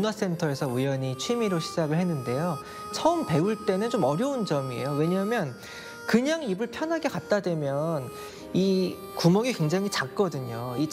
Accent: South Korea; moved away as an adult; also born or lived in Norway; 이번에 제가 심사위원으로 간 것이 한국인으로서는 처음이자 유일하게 심사위원으로 가게 됐습니다.

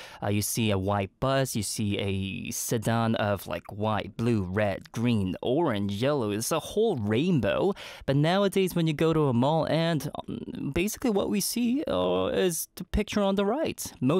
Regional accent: Canada; Growing up in Canada

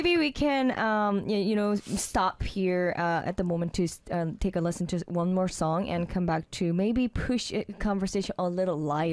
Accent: Jeju, South Korea; English is a second language; Even though I'm from Jeju, you know, I'm also the one who has to survive here in Jeju, right?

